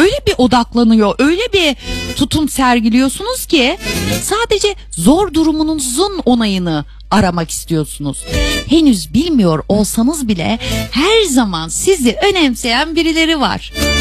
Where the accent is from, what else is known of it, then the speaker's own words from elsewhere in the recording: Western Black Sea, Turkey; Batı Karadeniz'in en yükselen sesi. Kendi memleketimin frekansındayım.